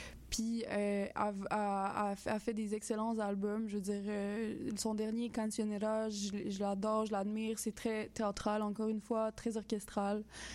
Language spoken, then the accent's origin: French; Douglastown, Quebec, Canada; quand j'étais jeune, très jeune, puis que j'étais chez nous à Douglaston, en Gaspésie